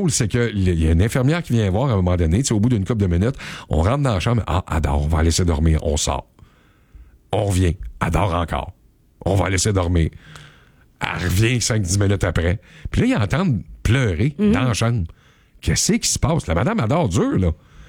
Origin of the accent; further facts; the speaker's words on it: Canada; Celle-là est chez nous au Canada.